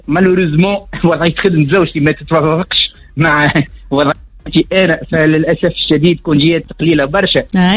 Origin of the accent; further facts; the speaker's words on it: Rejiche, Mahdia Governorate, Tunisia; born there; now in Ben Arous, Tunisia; انا بحكم خنتي مانيش مقيم برشا في رجيش.